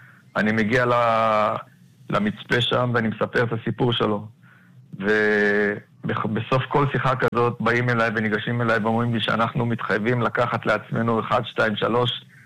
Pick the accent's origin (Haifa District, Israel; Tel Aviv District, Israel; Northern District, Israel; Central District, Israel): Northern District, Israel; Kiryat Shmona; born there; כן, אני פה נולדתי פה, כאן בניתי את הבית שלי, כאן נולדו לי ילדיי, ואני ממשיך לגור כאן.